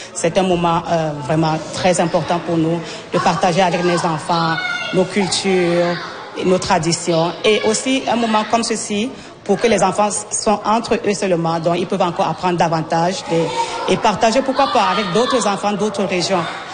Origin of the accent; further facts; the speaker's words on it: Cameroon; un pays très riche en culture et aussi en paysage, parce que nous avons toutes sortes de paysages chez nous au Cameroun.